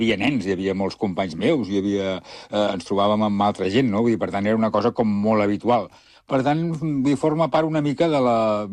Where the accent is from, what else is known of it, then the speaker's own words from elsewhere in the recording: Reus, Catalonia, Spain; Però sí que és cert que quan jo era petit, a Reus hi havia, i de fet a molts llocs de Catalunya passava, hi havia matinals de boxa